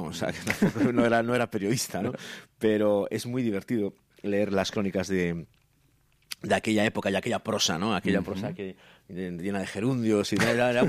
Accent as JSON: {"language": "Spanish", "town": "Sanxenxo", "region": "Galicia", "country": "Spain", "said": "pero yo soy de Sanxenxo y mis cuatro abuelos son de Sanxenxo y yo empiezo como periodista en Sanxenxo"}